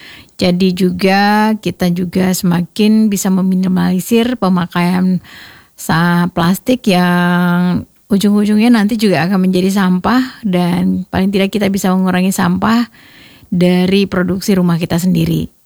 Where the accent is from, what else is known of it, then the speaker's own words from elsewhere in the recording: Lhokseumawe, Aceh, Indonesia; kita sebagai warga Kota Loksmawe